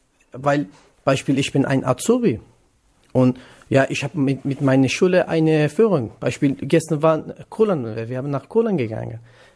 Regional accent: Iraq; German is a second language; now in Germany; ich komme aus Irak, Nordirak, ich bin Kurde. Ich bin 2022 nach Deutschland gekommen, als Flüchtling.

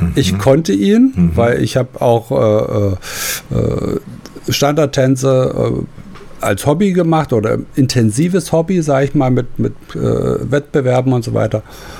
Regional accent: Zwickau, Saxony, Germany; Ja, ja, wir hatten eine Tanzschule bei uns in Zwickau und da gab es ein großes Kulturhaus.

